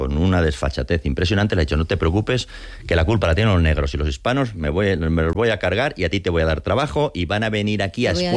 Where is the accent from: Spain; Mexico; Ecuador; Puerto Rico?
Spain; now in United States; Sí, soy más español que nunca, porque yo nunca me considero español. Yo me he considerado, pues nada … que hacía un programa de radio Mapuma y tal, pero no me planteaba si era español o ruso.